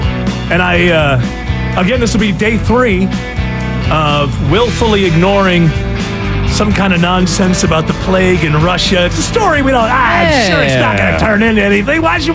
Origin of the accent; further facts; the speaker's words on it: England, United Kingdom; You know what? I'm English, so I know 34 people named Nigel.